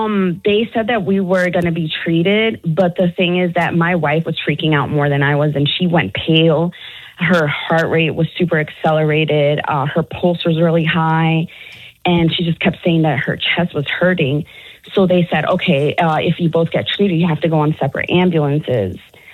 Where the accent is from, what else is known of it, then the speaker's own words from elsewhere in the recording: New York, United States; now in Charlotte, United States; Well, I live in Charlotte, but I'm originally from New York.